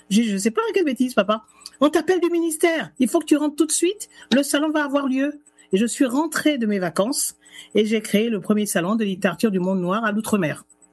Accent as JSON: {"language": "French", "country": "France", "tie": "born there", "said": "je suis française d'origine étrangère, née en France, et il me manque quelque chose."}